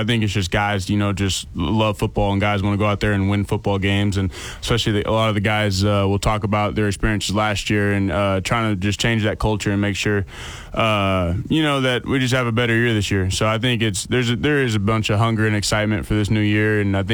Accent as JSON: {"language": "English", "town": "Conway", "region": "Arkansas", "country": "United States", "tie": "born or raised there", "said": "growing up in Conway"}